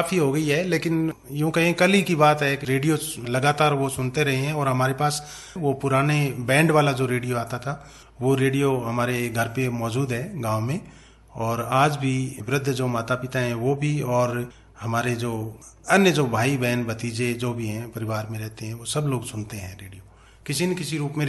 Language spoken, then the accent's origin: Hindi; Gorkhana, Rajasthan, India; जी मैं मूलतः नोहर के नजदीक मेरा गाँव है गोरखाना, वहीं पला बढ़ा हूँ और 8वीं तक मैंने पढ़ाई भी वहीं करी है।